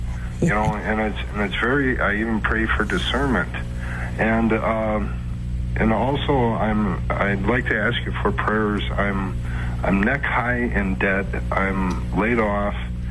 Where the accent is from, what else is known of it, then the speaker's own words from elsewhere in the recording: Wisconsin, United States; Wisconsin.